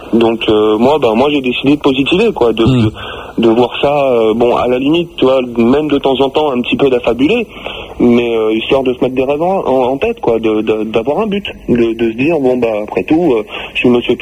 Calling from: Chelles, Île-de-France, France; moi je suis de Chelles

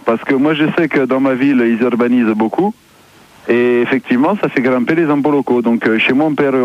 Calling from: Lille, Hauts-de-France, France; j'appelle de Lille.

